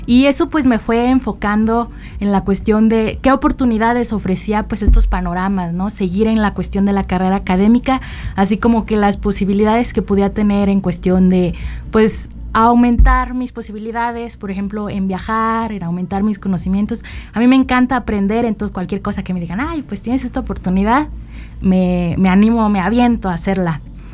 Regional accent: San Luis Potosí, Mexico; Igual que mi predecesora, también soy de aquí de San Luis.

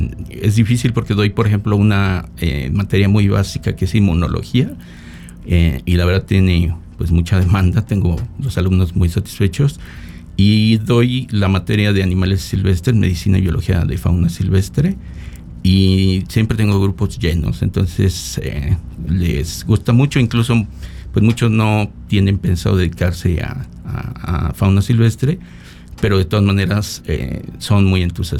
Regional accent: Mexico City, Mexico; yo soy de la Ciudad de México

